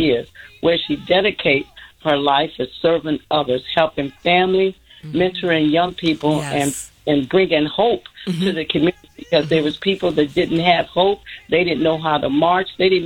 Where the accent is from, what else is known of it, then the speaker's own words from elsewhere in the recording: Chicago, Illinois, United States; now in Georgia, United States; I reside now in Georgia, although I was born and raised in Chicago.